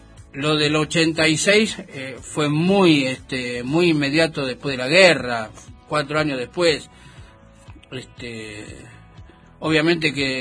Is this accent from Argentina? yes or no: yes; Argentina; No, acá no, somos argentinos.